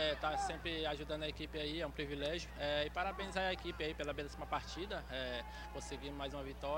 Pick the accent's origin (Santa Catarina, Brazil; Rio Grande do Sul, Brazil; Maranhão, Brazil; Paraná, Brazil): Maranhão, Brazil; Buriticupu; Ah, eu sou da cidade do interior, é chamada Buriticupu